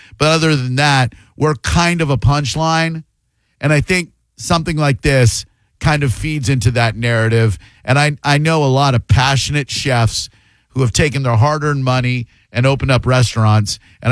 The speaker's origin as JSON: {"language": "English", "town": "Orlando", "region": "Florida", "country": "United States", "tie": "born or raised there", "moved": "yes", "lives_now": "Tampa Bay, United States", "said": "I grew up in the Orlando restaurant scene, a very vibrant one."}